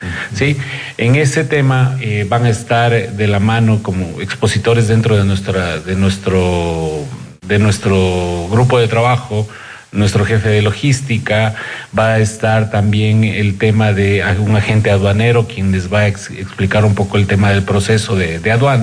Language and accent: Spanish; Loja, Ecuador